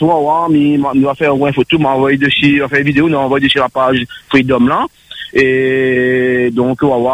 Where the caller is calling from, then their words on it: Réunion; moi, j'habite à Réunion